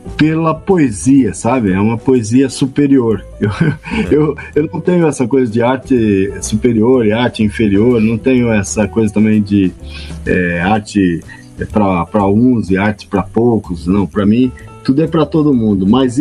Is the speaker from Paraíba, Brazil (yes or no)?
yes; Paraíba, Brazil; Isso é muito forte na minha cultura, porque eu sou paraibano, cresci com um pai que era meio dessa... um tropeiro, sabe?